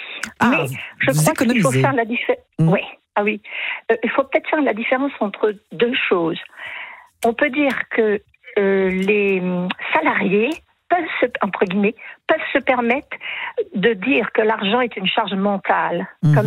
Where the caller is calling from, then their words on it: Paris, Île-de-France, France; Paris. pas très loin de chez vous.